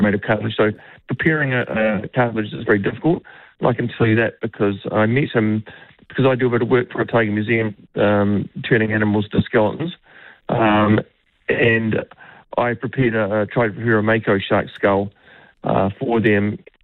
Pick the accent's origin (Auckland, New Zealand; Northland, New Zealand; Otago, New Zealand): Otago, New Zealand; Dunedin; also born or lived in Wellington; And I moved back to my hometown, Dunedin, where I could afford to buy a house in the middle of town, which I couldn't do in Wellington.